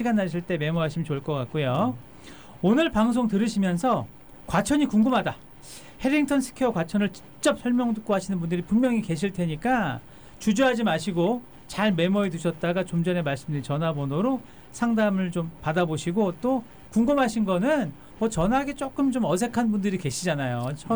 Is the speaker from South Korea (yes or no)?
yes; Incheon, South Korea; 저도 이제 사실 뭐 제 원래 고향이 인천이거든요.